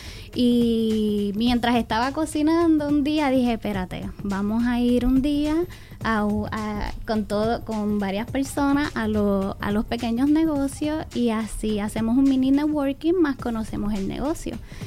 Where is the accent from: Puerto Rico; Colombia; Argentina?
Puerto Rico; moved away as an adult; now in United States; Llegué a este país en el 2012 y soy puertorriqueña, madre y esposa.